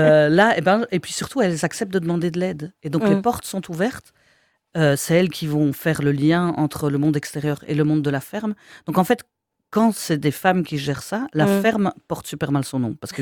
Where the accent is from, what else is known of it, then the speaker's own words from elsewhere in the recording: Luxembourg, Belgium; accent: Luxembourg province; on part de la province de Luxembourg, je fais des études à Louvain-la-Neuve, il faut que j'enlève mon accent.